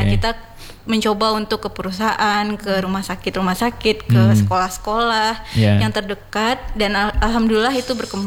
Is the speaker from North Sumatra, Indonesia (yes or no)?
no; Padang, West Sumatra, Indonesia